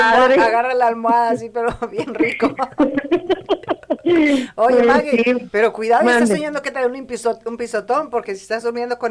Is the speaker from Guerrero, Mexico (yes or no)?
no; Jalostotitlán, Jalisco, Mexico; Pero es Jalos, Totitlán, Jalisco... mejor conocido como Jalos, y bueno, pues es una pequeña ciudad, porque ya pasa de los 80,000 habitantes.